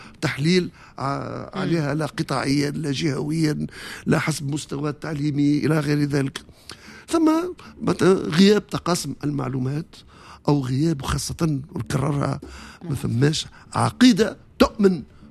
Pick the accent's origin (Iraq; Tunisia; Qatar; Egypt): Tunisia; عندنا في تونس